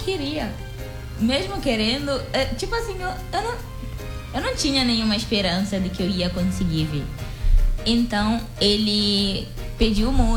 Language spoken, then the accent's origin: Portuguese; Guinea-Bissau; moved away as an adult; now in Guanambi, Brazil; sou africana de Guiné-Bissau. Tenho 20 anos e atualmente eu estou vivendo aqui. Estou aqui em Guanambi, na verdade no Brasil, há 4 meses já.